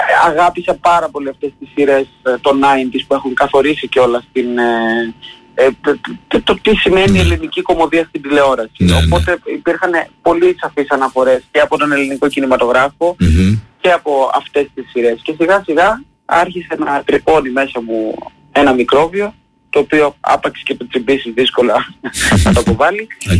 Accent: Crete, Greece; γιατί εγώ μεγάλωσα εδώ, στην Κρήτη.

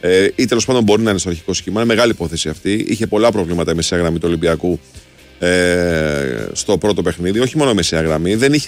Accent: Piraeus, Attica, Greece; born there; also born or lived in Karpenisi; καταρχάς γεννήθηκα στον Πειραιά, κρατάω από Καρπενήσι. Οπότε λοιπόν δροσά το λέμε και στα δύο μέρη.

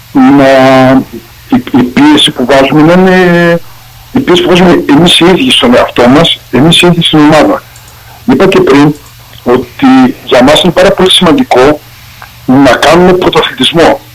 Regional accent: Karditsa, Thessaly, Greece; εμείς ας πούμε που μεγαλώσαμε στην Καρδίτσα

